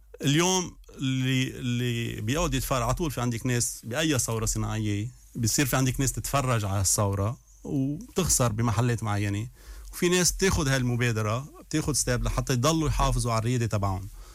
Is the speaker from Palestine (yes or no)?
no; Lebanon; نحن كلبنانيه